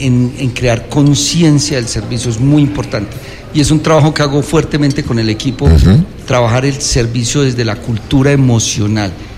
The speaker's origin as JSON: {"language": "Spanish", "country": "Colombia", "moved": "yes", "lives_now": "Quito, Ecuador", "said": "lo digo con orgullo como colombiano"}